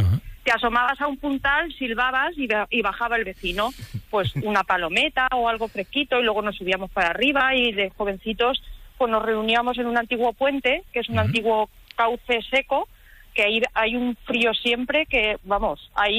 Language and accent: Spanish; Castilla-La Mancha, Spain; now in Burjassot, Spain; Que es de Albacete, claro.